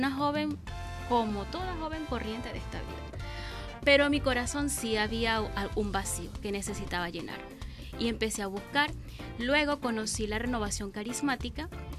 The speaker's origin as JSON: {"language": "Spanish", "town": "Espino", "region": "Guárico", "country": "Venezuela", "tie": "born or raised there", "moved": "yes", "lives_now": "Caracas, Venezuela", "said": "tengo la dicha de ser del estado Guárico, soy llanera, y bueno, me crié en un pueblo de aledaño a Valle de la Pascua que se llama Espino, y un pueblo muy, muy folclórico, súper llanero, muy sencillo, de gente muy humilde. Y en ese periodo de mi tiempo, bueno, allí viví sobre todo la infancia"}